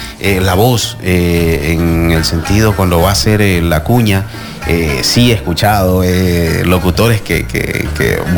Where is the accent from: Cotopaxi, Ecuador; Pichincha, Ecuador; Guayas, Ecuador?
Guayas, Ecuador; Guayaquil; also born or lived in Spain; now in Germany; Yo soy de Ecuador, de Guayaquil.